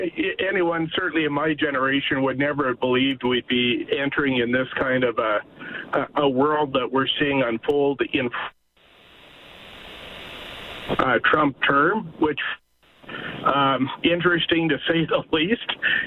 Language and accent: English; Edmonton, Alberta, Canada; moved away as an adult; now in Saskatchewan, Canada; I grew up in Edmonton, and I'm actually an alum from the University of Alberta.